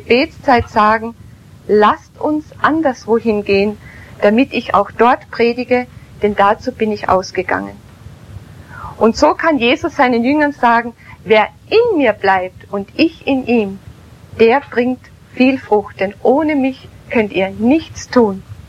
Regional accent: Austria; moved away as an adult; now in Germany; Ich bin Österreicherin und komme aus einem katholischen Elternhaus

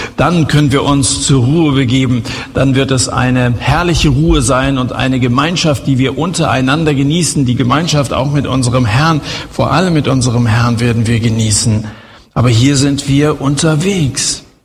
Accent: Hesse, Germany

